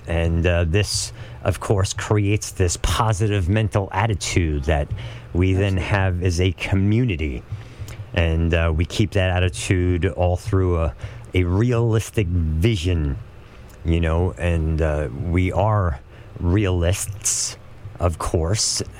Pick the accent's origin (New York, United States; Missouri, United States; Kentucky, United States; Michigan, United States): New York, United States; New York City; growing up in New York City